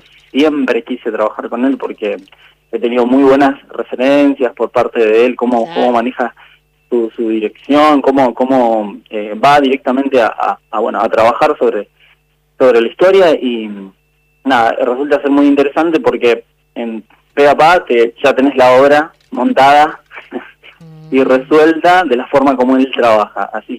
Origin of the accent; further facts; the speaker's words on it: San Francisco, Córdoba, Argentina; moved away as an adult; now in Buenos Aires, Argentina; soy de San Francisco, Córdoba. Hace 16, 17 años que estoy acá en Buenos Aires. Uh-huh. Justamente por el teatro musical me vine.